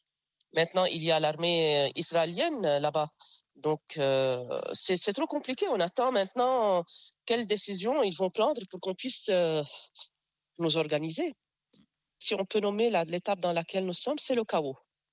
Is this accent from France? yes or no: no; Jounieh, Keserwan-Jbeil, Lebanon; Et puisque je suis de Jounieh, vous voyez, L'élève ou bien l'enfant dépend de son environnement. À Joigny, il y a la plage, il y a la mer.